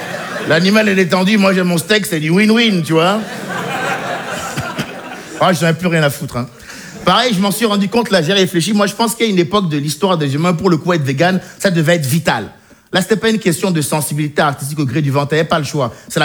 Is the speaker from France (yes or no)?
no; Benin; born or raised there